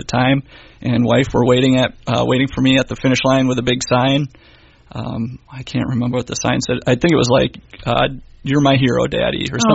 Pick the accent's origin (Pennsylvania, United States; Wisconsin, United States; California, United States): Wisconsin, United States; Ashwaubenon; moved away as an adult; also born or lived in Madison, Wisconsin / Milwaukee area, Wisconsin; now in Fox Valley, Wisconsin, United States; I'm a Wisconsinite, born and raised in Ashwaubenon. Went to school in Madison, lived there for a while, lived in the Milwaukee area for a while, and came here in, like I said, 2012.